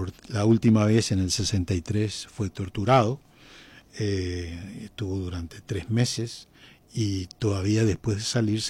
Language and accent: Spanish; Paraguay; born or raised there; also born or lived in Uruguay